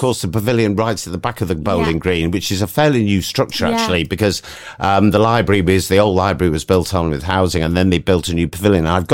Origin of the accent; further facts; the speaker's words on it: Hale, North West England, United Kingdom; I'm born and bred in Hale. I'm posh boy from Hale, you see.